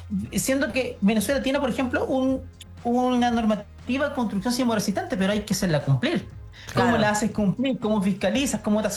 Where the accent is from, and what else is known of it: Chile